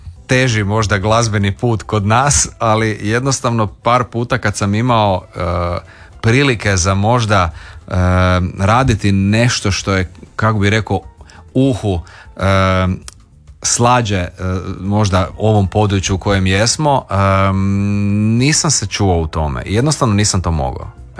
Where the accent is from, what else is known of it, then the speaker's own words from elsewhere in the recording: Zaprešić, Zagreb County, Croatia; snimljen u mom rodnom kraju, u Zaprešićkom kraju, baš ono u Zaprešiću